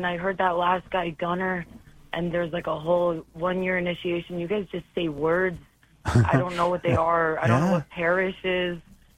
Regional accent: Israel; English is a second language; Because I'm Jewish and I'm like from Israel and I was raised Jewish

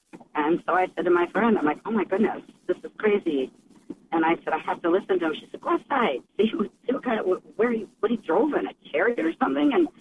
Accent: Wisconsin, United States; So I'm from Wisconsin, and I went out to a place in Madison

